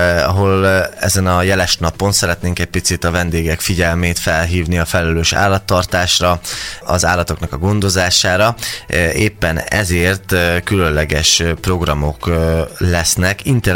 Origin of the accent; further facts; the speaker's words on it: Budapest, Hungary; Zuglóban nőttem fel, ugye a családom ott lakik